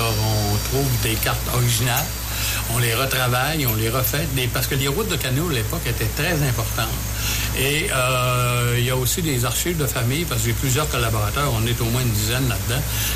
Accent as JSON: {"language": "French", "region": "Quebec", "country": "Canada", "lives_now": "Quebec City, Canada", "said": "Oui, je viens de Lac-Saint-Jean, mais on demeure à Québec depuis une trentaine d'années."}